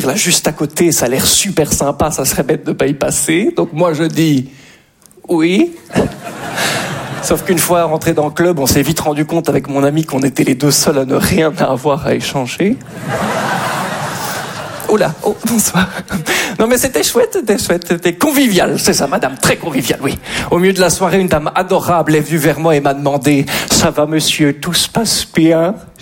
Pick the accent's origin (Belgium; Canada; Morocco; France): Belgium; Je suis belge.